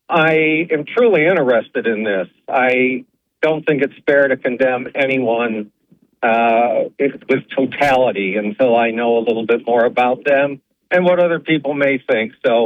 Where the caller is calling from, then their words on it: Owego, New York, United States; I'm calling you from Owego, New York.